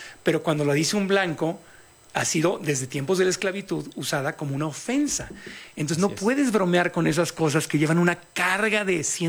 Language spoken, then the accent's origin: Spanish; Tijuana, Baja California, Mexico; moved away as an adult; also born or lived in United States; yo que viví 20 años en Estados Unidos, yo no crecí en Estados Unidos, nací en Tijuana y yo no tenía papeles de niño para cruzar. Entonces yo no, ni fui a la escuela, mi cultura es mexicana, de frontera, pero mexicano.